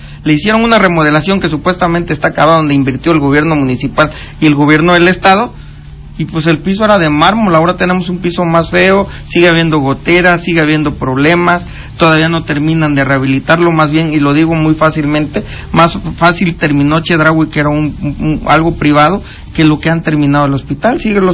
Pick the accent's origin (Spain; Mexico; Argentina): Mexico; Petatlán, Guerrero; born or raised there; now in Zihuatanejo, Mexico